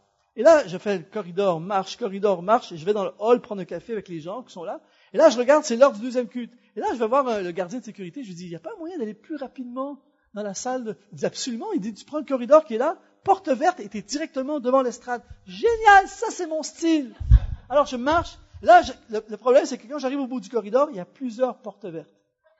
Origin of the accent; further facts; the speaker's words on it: Canada; chez nous au Canada